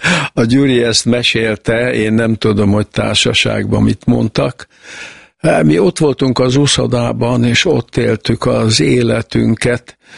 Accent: Tiszaalpár, Bács-Kiskun, Hungary; Igen, ez így van, hiszen én Alpáron születtem, bár ma már Tisza Alpár, ugye egyesült a mellette levő kis településsel Tiszaújfaluval, de én valóban alpári vagyok.

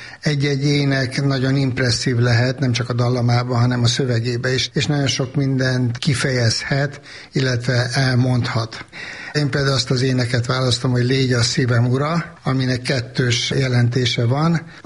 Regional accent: Budapest, Hungary; bár tényleg nem itt lakom, kőbányai vagyok

